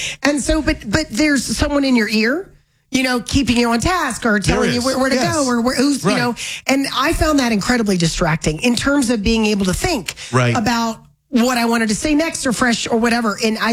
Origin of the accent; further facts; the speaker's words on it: Florida, United States; moved away; I'm from Florida and we have flying roaches.